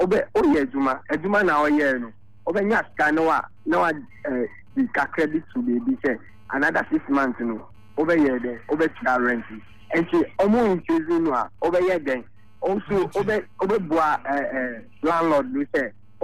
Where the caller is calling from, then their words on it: Accra, Greater Accra, Ghana; I'm calling from Danskuma.